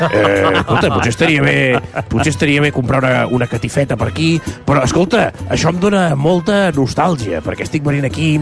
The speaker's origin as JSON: {"language": "Catalan", "region": "Catalonia", "country": "Spain", "said": "Diu que, clar, com que sóc català, que vull regatejar, escolta..."}